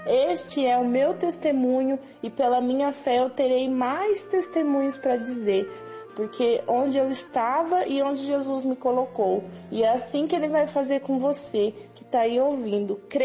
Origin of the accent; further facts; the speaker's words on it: São João da Boa Vista, São Paulo, Brazil; Sou daqui de São João da Boa Vista.